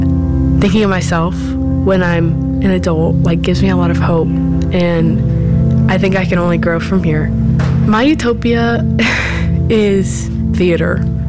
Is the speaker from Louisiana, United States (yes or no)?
no; Indianapolis, Indiana, United States; I'm from Indianapolis.